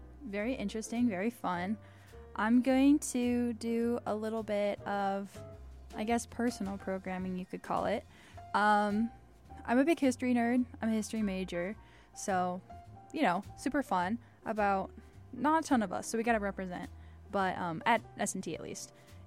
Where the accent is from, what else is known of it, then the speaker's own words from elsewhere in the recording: St. Louis, Missouri, United States; I'm from St. Louis. Love the Cardinals.